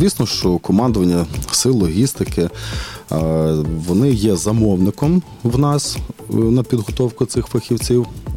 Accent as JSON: {"language": "Ukrainian", "town": "Ivano-Frankivsk", "region": "Ivano-Frankivsk Oblast", "country": "Ukraine", "said": "Я теж з Франківська."}